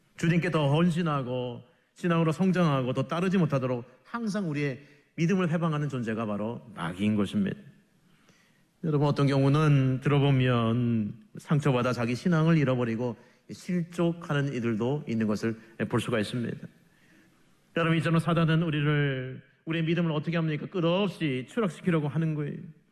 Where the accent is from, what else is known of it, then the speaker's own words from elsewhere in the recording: Seoul, South Korea; 서울 사람이 저도 그냥 어설프게 아싸라게 지금 흉내내고 있는데